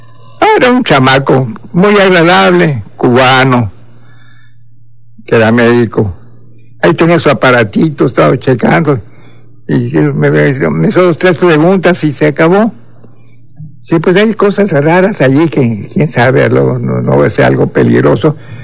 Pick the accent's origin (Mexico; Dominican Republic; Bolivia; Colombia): Mexico; y no soy malinchista, soy más mexicano que las que los meros chiles de nogada.